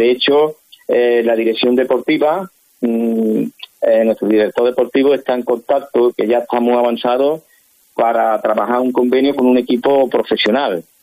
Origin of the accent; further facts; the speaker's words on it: Herrera, Andalusia, Spain; El público de mi pueblo, porque lo tengo que decir así, mi afición, le hizo el pasillo cuando terminaron.